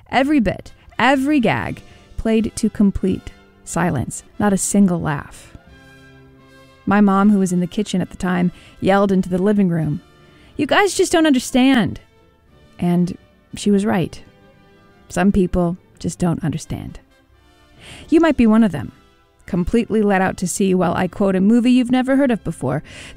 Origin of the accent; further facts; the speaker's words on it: Canada; Naturally, being Canadian and all that, we grew up loving Jim Carrey, Mike Myers, Martin Short, Catherine O'Hara, John Candy, Rick Moranis, Dave Thomas, Colin Mochrie, I could go on.